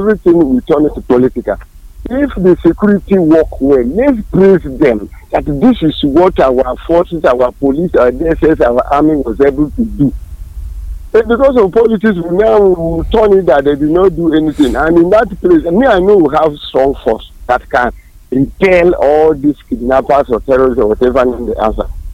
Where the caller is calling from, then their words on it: Nigeria; I'm calling from Ijo.